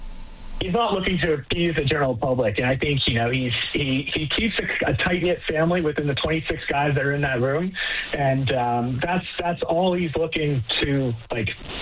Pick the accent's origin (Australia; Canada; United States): Canada; maybe I'm a little biased because I'm Canadian